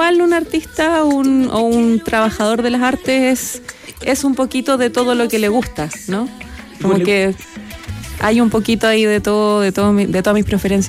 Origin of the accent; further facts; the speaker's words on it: San Bernardo, Santiago Metropolitan Region, Chile; Estuve en conjuntos folclóricos porque soy de San Bernardo. Entonces estuve en varios conjuntos folclóricos y después, de hecho, tuve un grupo de cuecas.